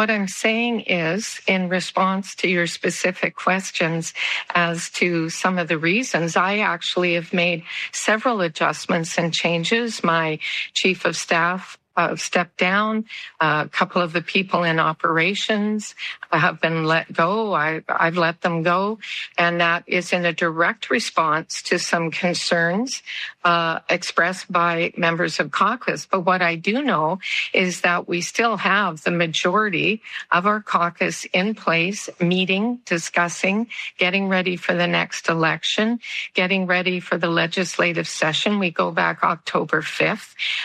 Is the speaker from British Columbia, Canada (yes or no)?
yes; Vancouver Island, British Columbia, Canada; small community life that I grew up with on Vancouver Island